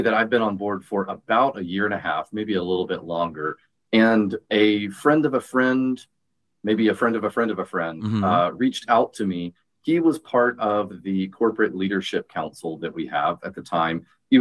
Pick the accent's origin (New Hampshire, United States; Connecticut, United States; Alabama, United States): Alabama, United States; moved away as an adult; now in Dallas, United States; So I was raised in the United Methodist Church. My dad is a minister as well. I grew up a part of the church over in Alabama, and I came to Texas in 2020 to attend seminary or theological school at Perkins, which is the theological school of SMU.